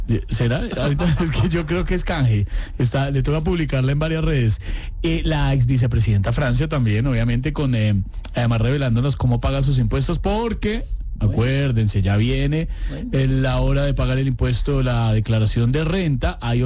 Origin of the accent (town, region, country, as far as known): Colombia